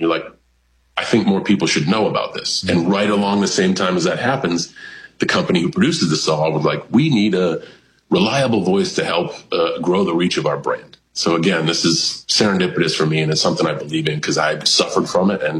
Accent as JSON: {"language": "English", "region": "New England", "country": "United States", "said": "We're all from New England and like me, Mark Wahlberg, Matt Damon kind of share some weird similarities"}